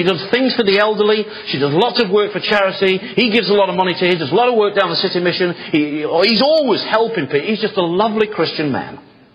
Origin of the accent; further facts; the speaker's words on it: England, United Kingdom; moved away; I was brought up in England